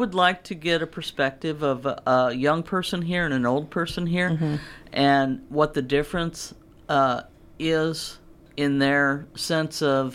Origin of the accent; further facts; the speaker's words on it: St. Louis, Missouri, United States; moved away; I'm from St. Louis